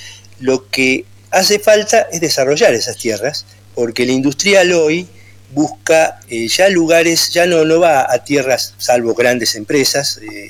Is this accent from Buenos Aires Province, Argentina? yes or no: yes; Campana, Buenos Aires Province, Argentina; Nosotros somos de Campana, pero la industria mira la zona.